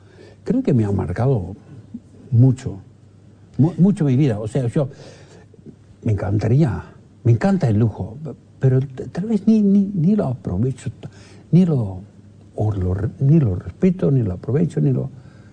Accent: Netherlands; Yo creo que me siento aún holandés en todo sentido, pero entiendo perfectamente todo lo que pasa acá.

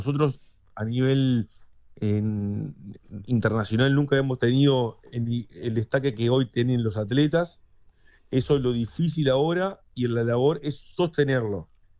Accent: Uruguay

